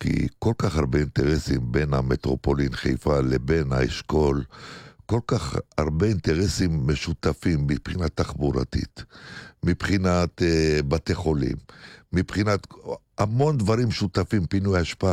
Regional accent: Kiryat Yam, Haifa District, Israel; אצלנו בקריית ים

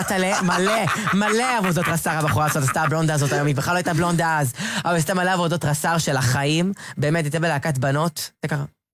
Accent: Ramat Gan, Tel Aviv District, Israel; אנחנו גם מרמת גן, אנחנו לא גדולים בחיפה.

